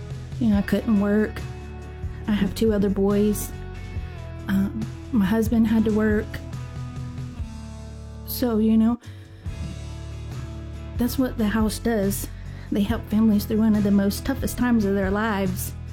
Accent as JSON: {"language": "English", "town": "Richmond Hill", "region": "Georgia", "country": "United States", "said": "I am from Richmond Hill, Georgia"}